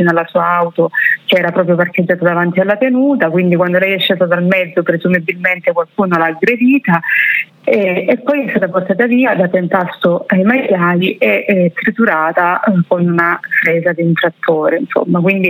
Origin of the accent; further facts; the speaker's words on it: Cinquefrondi, Calabria, Italy; lei viveva a Laureana di Borrello e io sono di Cinque Pronti, quindi parliamo di 10 chilometri di distanza